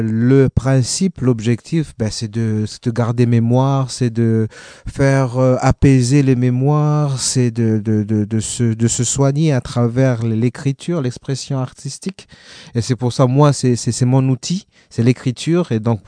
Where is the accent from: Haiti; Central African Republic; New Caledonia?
New Caledonia; Lifou, Loyalty Islands Province; moi j'ai grandi à Lifou, je parle pas le Lifou